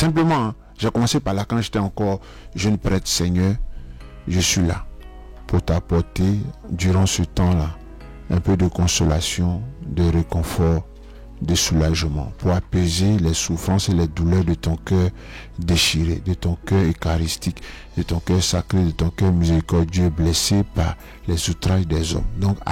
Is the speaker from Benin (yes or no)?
no; Côte d’Ivoire; born there; Quand j'étais jeune à Saint-André, enfant de cœur, on faisait ça de 23h à minuit dans les années 80